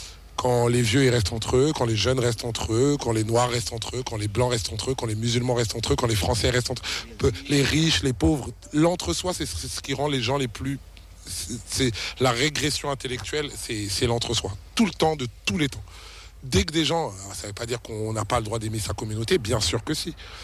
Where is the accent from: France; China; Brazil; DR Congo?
DR Congo; Kinshasa; born there; now in Abidjan, Côte d'Ivoire; Moi, j'habite à Abidjan, je suis né à Kinshasa